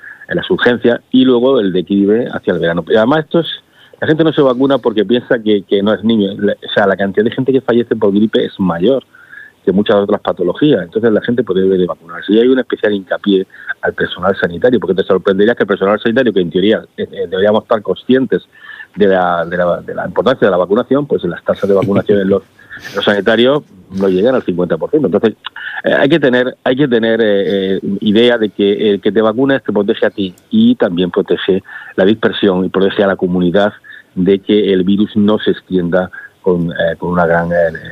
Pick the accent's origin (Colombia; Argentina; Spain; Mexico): Spain; Almería, Andalusia; now in Murcia, Spain; yo es que realmente soy de Almería, entonces recibo la corriente del estrecho desde pequeño